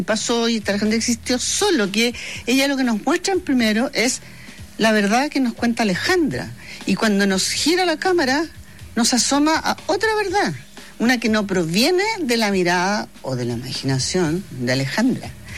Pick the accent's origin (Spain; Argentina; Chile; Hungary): Chile; uno, como chileno, no conoce la historia